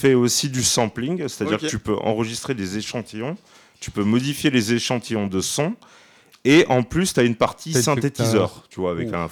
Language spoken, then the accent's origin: French; Carcassonne, Occitanie, France; je viens de Carcassonne